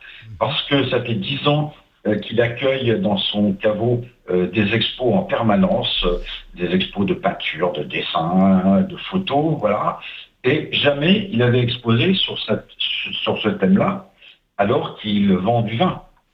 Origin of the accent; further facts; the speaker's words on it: Grand Est, France; now in Saint-Gély-du-Fesc, France; aussi bien de la région du Languedoc, qui est ma région adoptive, que de la Champagne, qui est ma région natale.